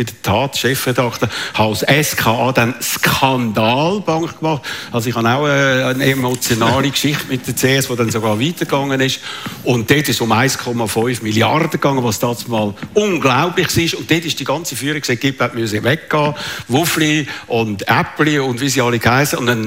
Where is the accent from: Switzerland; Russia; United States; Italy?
Switzerland; wir als Schweizer, das ist nicht ganz so emotional gewesen wie Swissair, aber fast.